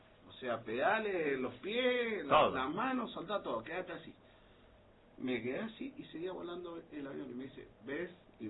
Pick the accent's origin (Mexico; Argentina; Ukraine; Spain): Argentina; Tres kamikazes somos los argentinos.